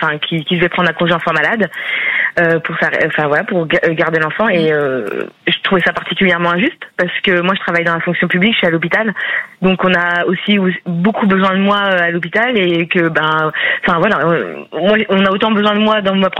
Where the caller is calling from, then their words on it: Tours, Centre-Val de Loire, France; De Tours.